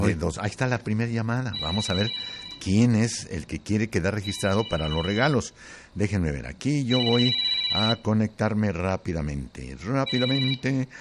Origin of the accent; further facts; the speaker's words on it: Tlaltenango, Zacatecas, Mexico; moved away; Yo soy de un pueblo, ya es una ciudad, ya está muy grande, progresista mi pueblo. Se llama Tlaltenango, Zacatecas, pero para los gringos es Tlaltehollywood, Zacatexas.